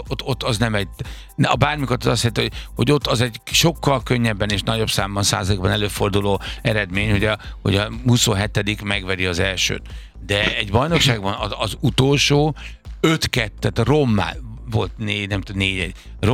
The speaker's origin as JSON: {"language": "Hungarian", "town": "Zugló", "region": "Budapest", "country": "Hungary", "said": "ráadásul én zuglói vagyok, tehát a BVST-t kedvelem, szeretem, kedveltem és szerettem"}